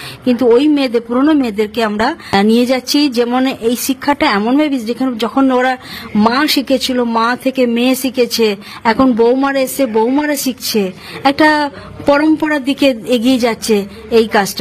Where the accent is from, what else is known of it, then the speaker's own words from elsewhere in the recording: Bhatar, West Bengal, India; আমি বর্ধমান জেলার ভাতার থানার ওর গ্রামে বাসিন্দা।